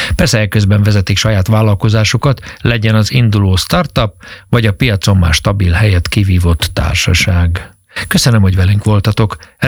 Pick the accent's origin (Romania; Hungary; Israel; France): Hungary; magyarként.